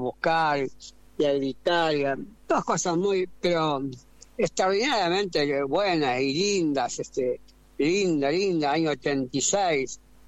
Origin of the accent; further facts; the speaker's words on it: Córdoba, Argentina; soy el primer boxeador argentino, campeón del mundo en doble categoría, el primero, y soy de Córdoba